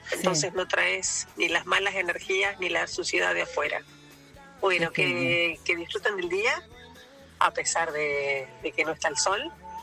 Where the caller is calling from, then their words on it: Chivilcoy, Buenos Aires Province, Argentina; de Chivilcoy.